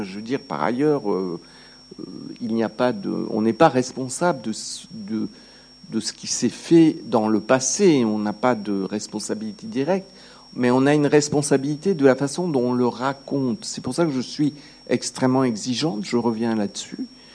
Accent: France; Je suis un nous éloigné parce que je suis française de nationalité, donc évidemment le pays là, il y a un nous éloigné

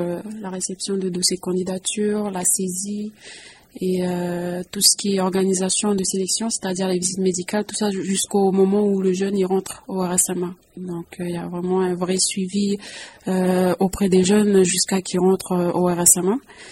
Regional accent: Poindimié, North Province, New Caledonia; je suis originaire de Pointe-d'Imier.

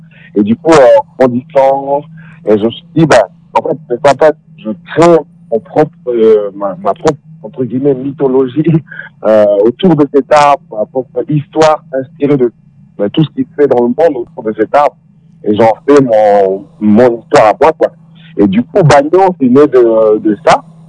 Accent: Ducos, South Province, New Caledonia; now in Switzerland; ça fait 10 ans que je vis en Europe, et plus précisément en Suisse. J'ai grandi à Ducos, à Marconi plus précisément.

